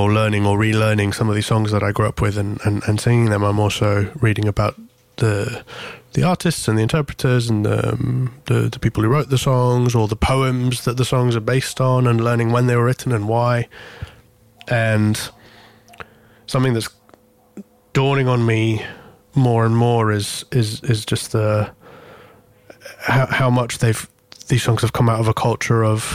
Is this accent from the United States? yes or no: no; Greece; also born or lived in England; might be a bit confused by my accent, yes, I'm English, I'm also Greek, so I speak Greek fluently, I sing in Greek.